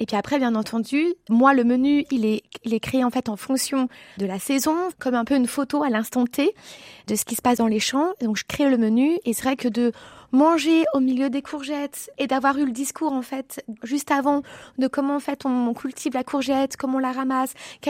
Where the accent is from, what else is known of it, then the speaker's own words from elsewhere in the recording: Annecy, Auvergne-Rhône-Alpes, France; Moi, je viens d'Annecy